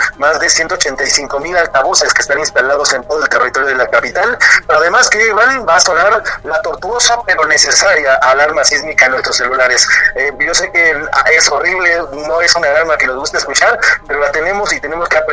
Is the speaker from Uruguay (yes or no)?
no; Mexico City, Mexico; como capitalino, como chilango, que lo viví, que lo sentí, que lo sufrí